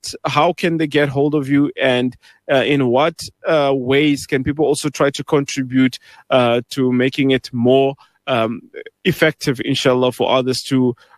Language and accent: English; Pretoria, Gauteng, South Africa; moved away; originally I'm from Pretoria myself